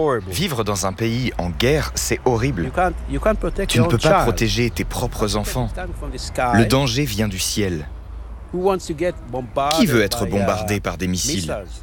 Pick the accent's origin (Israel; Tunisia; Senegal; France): Israel; now in Varallo, Italy; Je suis né en Israël.